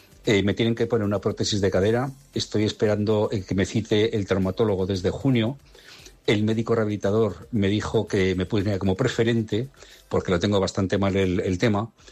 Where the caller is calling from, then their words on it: Aragon, Spain; tengo 67 años y soy un paciente de la sanidad pública aragonesa